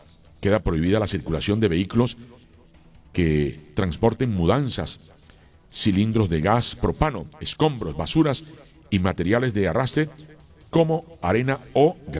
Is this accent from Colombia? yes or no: yes; Colombia; Como colombianos tenemos el compromiso de apoyar desde aquí a nuestra selección.